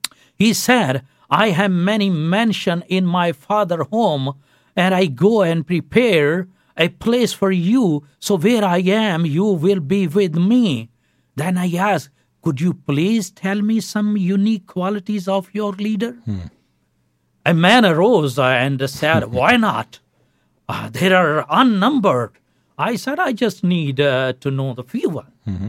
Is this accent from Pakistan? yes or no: yes; Pakistan; I came from Pakistan